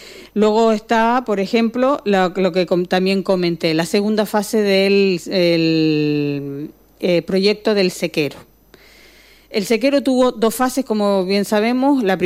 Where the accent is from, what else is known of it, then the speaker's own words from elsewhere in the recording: Ingenio, Canary Islands, Spain; No le puedo decir mucho más porque desconozco cómo están los taxis en Agüimes. Yo soy de Ingenio.